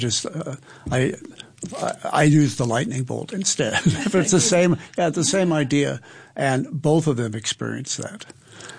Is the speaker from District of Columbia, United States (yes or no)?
no; Nebraska, United States; And I grew up in Nebraska, and my relatives lived about 45 minutes from Lincoln